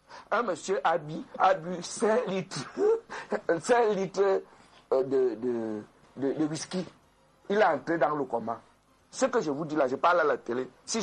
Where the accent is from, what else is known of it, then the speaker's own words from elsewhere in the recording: Cameroon; moi je suis inquiet en tant que Camerounais